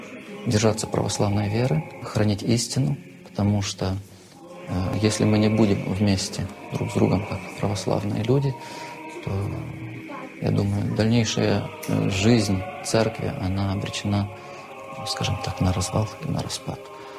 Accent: Chernivtsi Oblast, Ukraine; moved away as an adult; also born or lived in Siberia; now in Germany; Я родом с Буковины. Это Черновицкая область, западная Украина, граница Румынии и Молдавии.

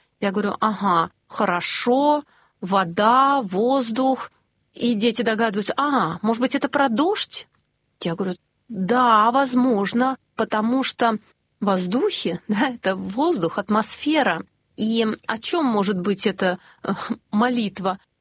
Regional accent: Saint Petersburg, Russia; То есть мы не говорим, что вот мы, петербуржцы, молимся только за Петербург, а вы, москвичи, там, тулики и так далее.

